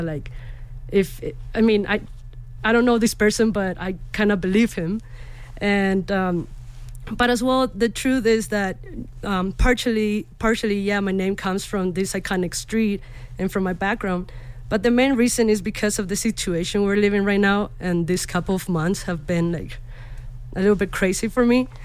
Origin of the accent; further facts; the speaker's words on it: Tijuana, Baja California, Mexico; If you didn't know, I'm from Tijuana, Mexico, a city you probably heard of, either good or bad things, who knows.